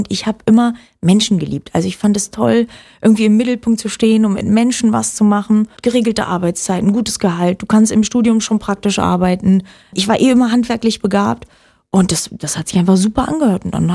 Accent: Oranienburg, Brandenburg, Germany; born there; Also ich bin in Oranienburg geboren und bin dann mit 10 auf ein Sportinternat gegangen.

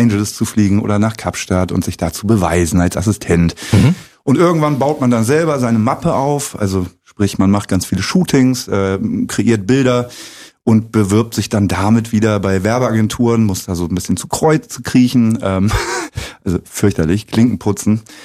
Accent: Lower Saxony, Germany; now in Zeuthen, Germany; Genau, bei Bremen.

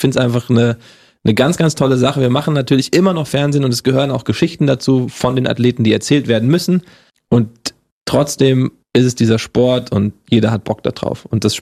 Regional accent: Hesse, Germany; accent: Hessian; Das Hessisch abtrainieren, komme ich aus Hessen, da hatte ich so diesen Dialekt gleich drauf, der wurde mir abtrainiert, War auch gut so, aber ohne, dass ich jetzt meine hessischen Wurzel verliere.

